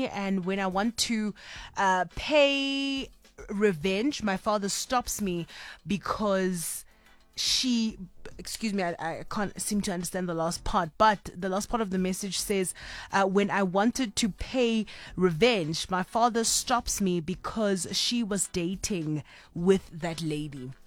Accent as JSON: {"language": "English", "town": "Kimberley", "region": "Northern Cape", "country": "South Africa", "said": "I'm actually also from Kimberley"}